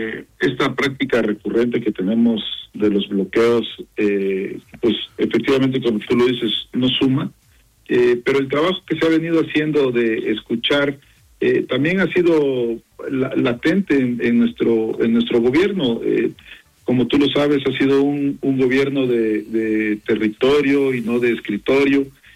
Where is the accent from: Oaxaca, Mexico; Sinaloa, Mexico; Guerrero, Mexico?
Oaxaca, Mexico; como oaxaqueñas y oaxaqueñas generamos.